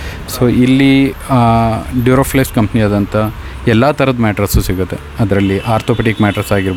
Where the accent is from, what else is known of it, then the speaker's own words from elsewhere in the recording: Bengaluru, Karnataka, India; born there; moved away as an adult; now in Shivamogga, India; ಸಕ್ರಾಯಪಟ್ಟಣ ಹೋಬಳಿ, ಸ್ವಾಮಿಕಟ್ಟೆ ಅಂತೇಳಿ. ಸೊ ನಾವು ಹುಟ್ಟಿದ್ದು ಬೆಳೆದಿದ್ದೆಲ್ಲ ಅಲ್ಲೇ ಆಗಿದ್ದು. ನಾವು ಓದಿದ್ದೆಲ್ಲ ಬೆಂಗಳೂರಲ್ಲಿ ಆಗಿದ್ದು. ಸೊ ಅಪ್ಪ ಅಮ್ಮ ಎಲ್ಲ ಬೆಂಗಳೂರಲ್ಲಿ ಶಿಫ್ಟ್ ಆಗಿದ್ದರು, ಅಲ್ಲಿಯೇ ಓದಿದ್ದು ಬೆಳೆದಿದ್ದು ಎಲ್ಲ. ಅದಾದ ನಂತರ ಬಿಸ್ನೆಸ್ಸಿಗೋಸ್ಕರನೇ ಶಿವಮೊಗ್ಗ ಶಿಫ್ಟ್ ಆಗಿದ್ದು